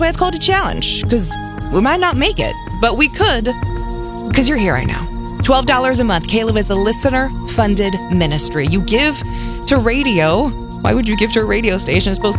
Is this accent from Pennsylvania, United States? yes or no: no; Wichita, Kansas, United States; I'm from Wichita.